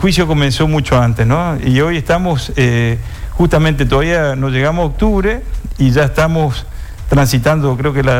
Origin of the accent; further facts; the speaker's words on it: Formosa, Argentina; Yo soy de Formosa